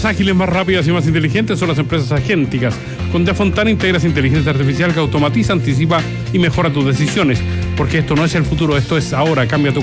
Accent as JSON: {"language": "Spanish", "town": "Talagante", "region": "Santiago Metropolitan Region", "country": "Chile", "said": "Yo soy de Talagante."}